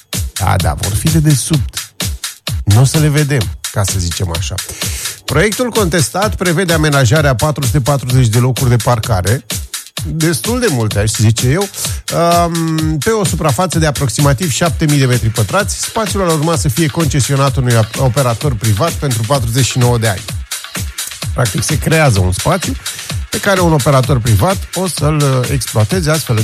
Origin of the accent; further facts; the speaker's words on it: Romania